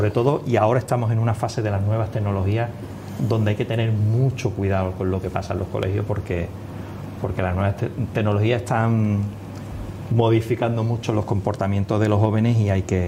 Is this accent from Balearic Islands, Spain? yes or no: no; Cádiz, Andalusia, Spain; somos los dos gaditanos